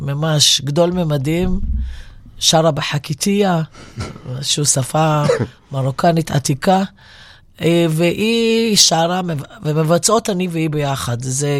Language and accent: Hebrew; Or Yehuda, Tel Aviv District, Israel; באור יהודה, שם גדלתי